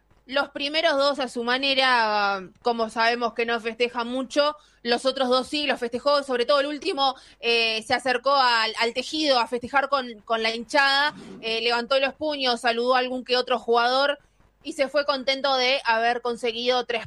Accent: Las Piedras, Canelones, Uruguay; also born or lived in Montevideo / La Paz; hice mi adolescencia, la viví en Las Piedras, en realidad, con el liceo, amigos, y también jugué muchos años al Hammer en el Juventud, entonces le tengo cariño.

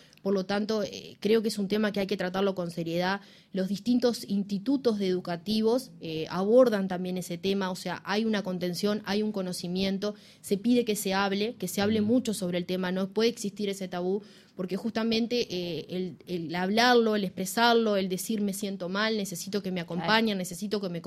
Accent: Paysandú, Uruguay; yo en mi caso soy de Paysandú, no hay quien no diga qué buena la fiesta de la cerveza.

